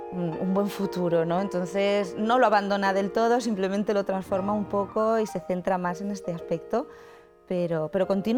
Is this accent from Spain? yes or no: yes; Spain; yo como española y un ambiente francés